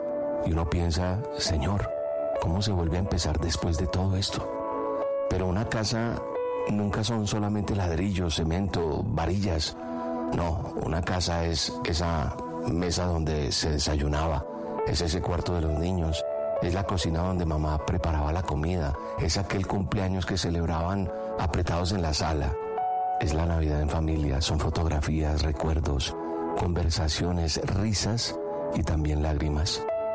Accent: Colombia; somos colombianos

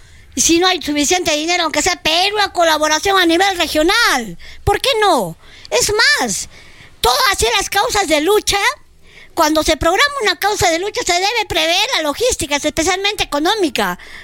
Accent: Peru; pocos somos los peruanos que nos enfrentamos

